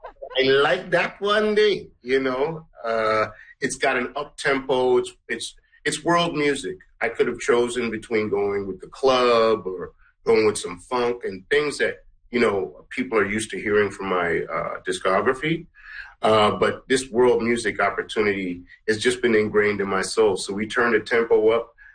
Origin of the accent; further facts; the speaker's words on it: Guyana; now in Canada; I'm from Guyana, mm-hmm. So and … I'm mixed.